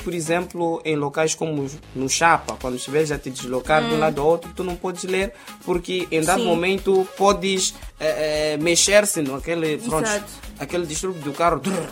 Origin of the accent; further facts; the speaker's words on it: Mozambique; nós somos moçambicanos.